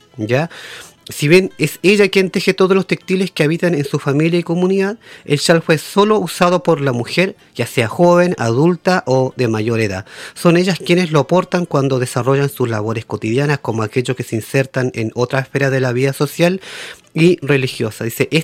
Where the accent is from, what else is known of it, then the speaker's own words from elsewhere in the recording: Chile; Yo nunca me he olvidado que soy chileno, primero que nada, que gracias a este gran país he salido adelante, mi familia, todos ya, pero nunca olvidando, ¿verdad?, mi propia raíz y mi identidad, mi pueblo originario